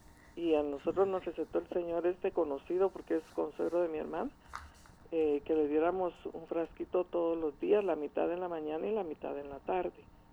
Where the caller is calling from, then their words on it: El Progreso, Jutiapa, Guatemala; somos de Jutiapa, del Progreso de Jutiapa.